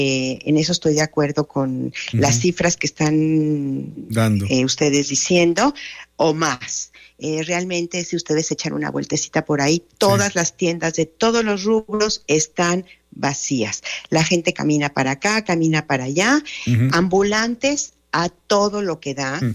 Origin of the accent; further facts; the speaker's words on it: Mexico; Y me siento como mexicana tan impotente.